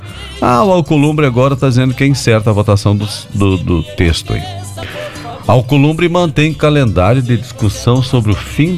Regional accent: Brazil

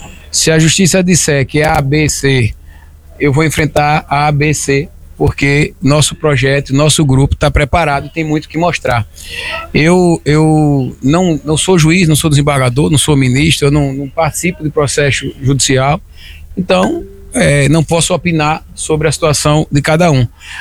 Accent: Northeast Region, Brazil; eu sou nordestino

